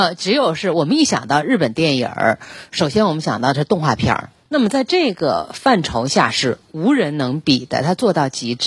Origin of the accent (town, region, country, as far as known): China